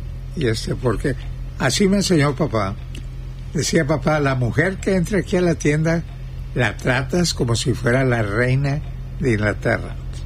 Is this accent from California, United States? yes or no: no; Rio Grande City, Texas, United States